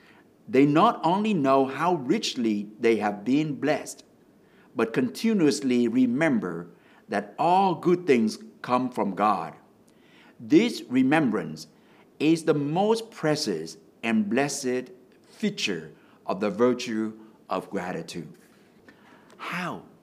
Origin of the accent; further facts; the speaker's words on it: Vietnam; English is a second language; now in United States; Because for me, when I came here from Vietnam, we have to learn two words, thank you and excuse me. So as I'm speaking English in the United States